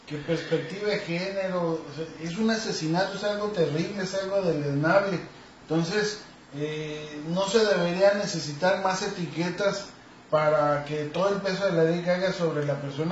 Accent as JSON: {"language": "Spanish", "country": "Mexico", "said": "todos somos mexicanos"}